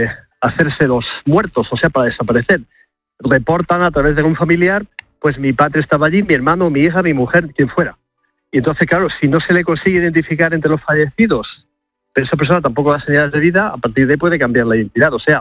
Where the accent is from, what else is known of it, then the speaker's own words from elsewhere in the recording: Almería, Andalusia, Spain; Claro, en este caso concreto de Almería, que por cierto es mi tierra y no muy lejos de por allí, sí, de mi querida Almería